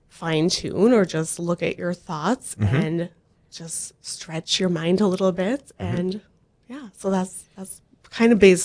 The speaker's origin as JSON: {"language": "English", "town": "Buchanan", "region": "North Dakota", "country": "United States", "said": "Well, I'm originally from Buchanan, and then he's from Jamestown."}